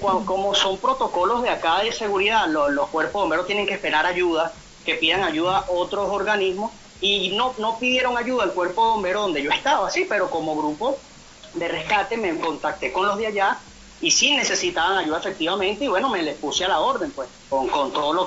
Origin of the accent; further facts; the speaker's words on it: Guatire, Miranda, Venezuela; moved away as an adult; also born or lived in Zamora, Venezuela; now in Medellín, Colombia; como guatireño al fin